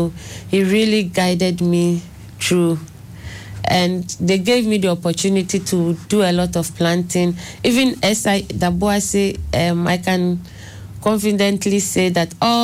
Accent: Tema, Greater Accra, Ghana; I was born and bred in Tema

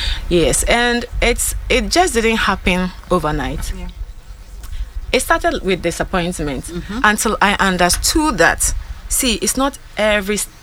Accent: Ghana; I am also very proud that I'm a Ghanaian musician also.

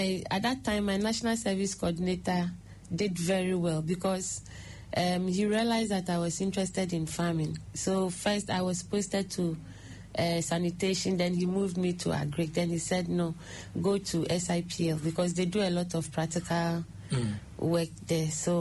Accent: Tema, Greater Accra, Ghana; I was born and bred in Tema

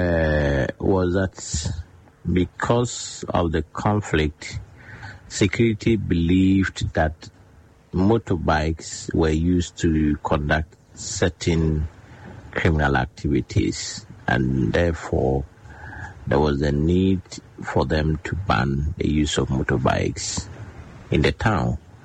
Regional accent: Bawku, Upper East, Ghana; Boku is where I come from. I was born and raised in Boku

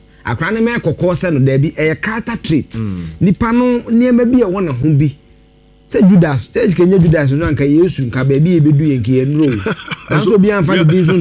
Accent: Eastern Region, Ghana; I grew up in the Eastern region, born and bred, and I'm come from the Eastern region.

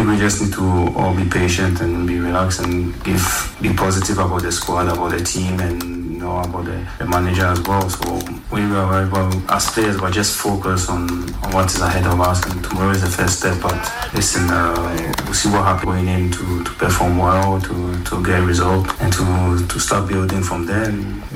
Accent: Ghana; because I'm Ghanaian

